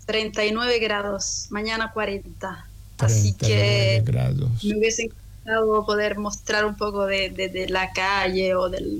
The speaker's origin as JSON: {"language": "Spanish", "town": "Coyhaique", "region": "Aysén", "country": "Chile", "tie": "born or raised there", "moved": "as an adult", "lives_now": "Rome, Italy", "said": "Yo nací en Coyhaique en 1988. Bueno, toda mi infancia y mi adolescencia, primeros años de la juventud, los pasé allá. Después comencé a ir a otras ciudades para estudiar"}